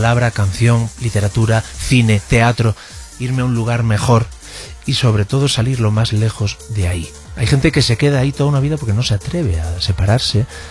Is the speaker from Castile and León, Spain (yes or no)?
no; Galicia, Spain; first language Galician; Sí, Galicia, ajá, soy gallego.